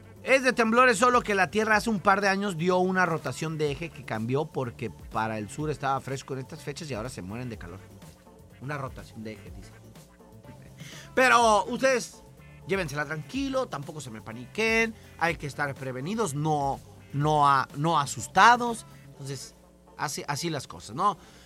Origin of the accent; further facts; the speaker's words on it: Mexicali, Baja California, Mexico; Como mexicalense hasta lo presumimos. No, temblores en mi tierra, en Mexicali.